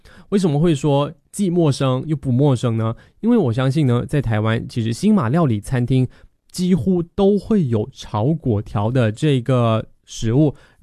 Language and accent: Chinese; Malaysia; now in Taiwan; 因为今天在介绍的都是我的家乡美食，马来西亚的国民必吃美食啦。